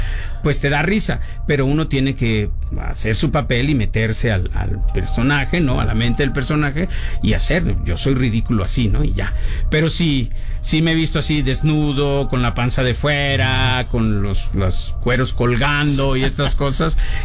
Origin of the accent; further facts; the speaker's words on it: Colima, Mexico; now in Tlalpan, Mexico City, Mexico; yo soy de Colima.